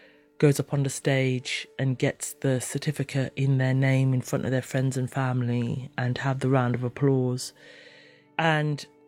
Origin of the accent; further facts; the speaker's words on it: Kenya; born there; also born or lived in St. Kitts; So my mum was from St. Kitts, which is why I ended up in St. Kitts. My dad's Kenyan. I was born in Kenya.